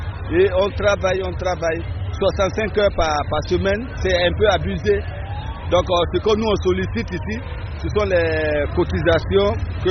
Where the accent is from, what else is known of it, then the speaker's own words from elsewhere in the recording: Italy; J'ai une carte italienne, moi je suis italien moi.